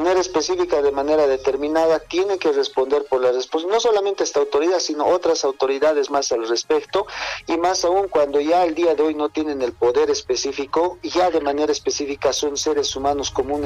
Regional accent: La Paz, Bolivia; los paseños somos de Ñeques, los paseños somos los que determinamos la situación política del país

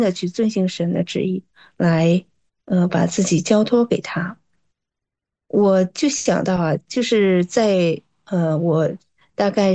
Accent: Northeast China, China; 我们就是东北的五常大米啊

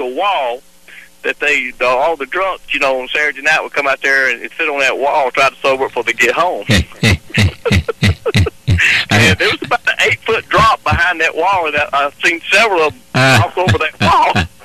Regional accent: Bellwood, United States; I was born and raised in Bellwood. I don't know if you've heard of Bellwood.

